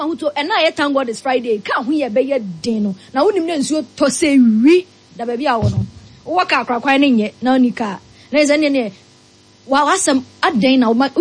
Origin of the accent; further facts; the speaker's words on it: Ghana; I am proud as a Ghanaian.